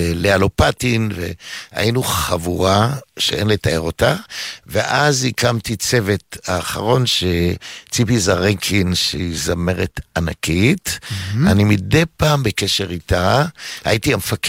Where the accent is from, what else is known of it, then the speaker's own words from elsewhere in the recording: Givatayim, Tel Aviv District, Israel; משם לגבעתיים, ההורים שלי קיבלו בית לעובדי עיריית תל אביב, לצעירים, אבל אני גדלתי, אני מין סלט ניסואז כזה, גדלתי בגבעתיים